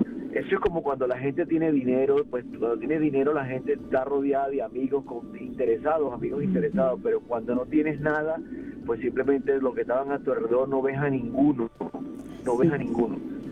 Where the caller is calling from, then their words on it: Utah, United States; desde Utah.